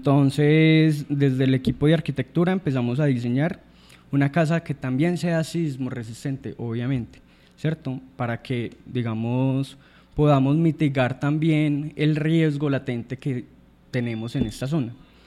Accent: Belén de Umbría, Risaralda, Colombia; born there; somos de Belén, es la tierra pues que amamos y la que nos vio nacer.

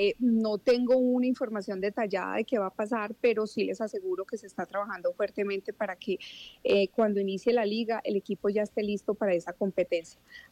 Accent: Pereira, Risaralda, Colombia; also born or lived in Bogotá; Yo soy de Pereira, pero he vivido casi toda mi vida en Bogotá

